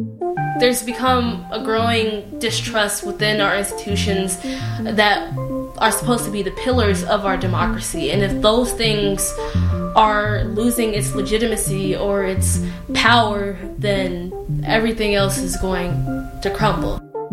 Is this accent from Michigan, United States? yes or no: yes; Kentwood, Michigan, United States; I was born and raised in Kentwood or Grand Rapids area of Michigan